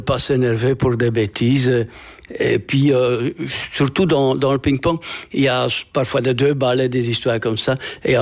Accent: Bever, Flanders, Belgium; moved away; Je viens de Bieven.

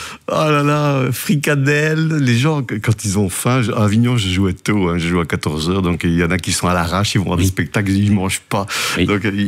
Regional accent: Charleroi, Wallonia, Belgium; accent: Carolo, Belgian accent; Mon accent du centre.

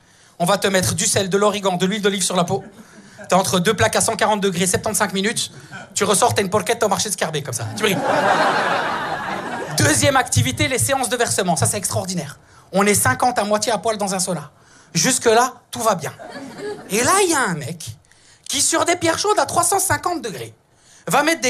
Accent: Italy; je suis italien, hyper romantique

